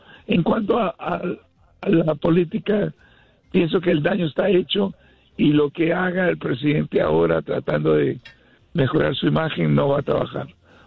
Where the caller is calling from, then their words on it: New York, United States; de Brooklyn